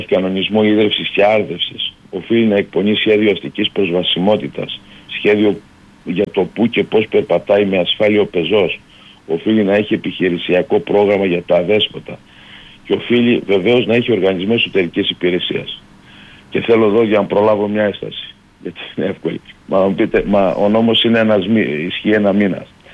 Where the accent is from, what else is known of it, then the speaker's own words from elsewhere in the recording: Heraklion, Crete, Greece; είμαι δημότης Ηρακλείου